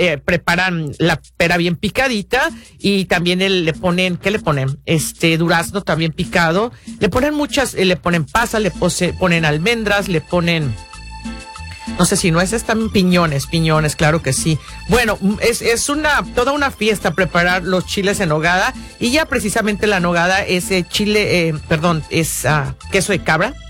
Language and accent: Spanish; Mexico; los chiles rellenos en nogada son típicos en mi país en estas fechas